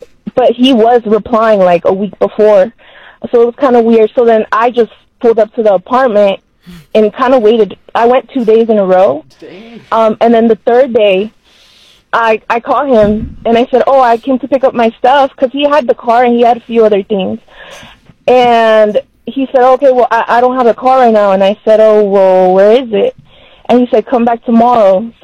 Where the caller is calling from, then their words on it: Silicon Valley, California, United States; I'm from Silicon Valley.